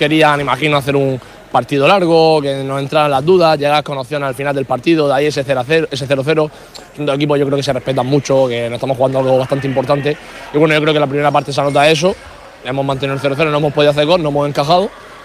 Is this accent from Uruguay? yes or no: no; Region of Murcia, Spain; yo como murciano me siento súper orgulloso